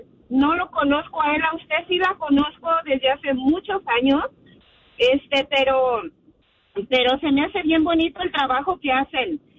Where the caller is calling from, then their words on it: Los Angeles, California, United States; Yo le hablo de Los Ángeles.